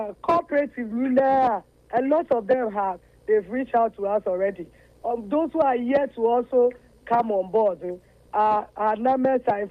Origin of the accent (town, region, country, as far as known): Ghana